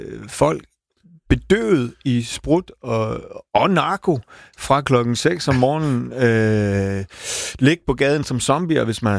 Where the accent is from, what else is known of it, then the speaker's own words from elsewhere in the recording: Aalborg, North Denmark Region, Denmark; Og det er jeg jo fra Aalborg.